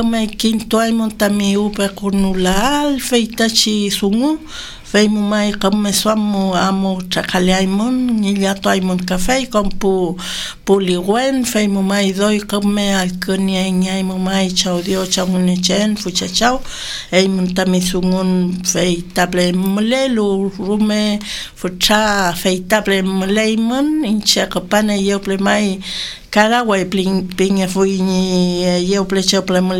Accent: Carahue, Araucanía, Chile; yo vengo de Carahue, de un sector que se llama Collico Alto.

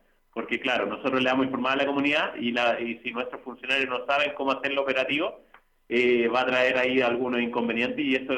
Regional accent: Machalí, O'Higgins, Chile; moved away as an adult; soy de Machalí

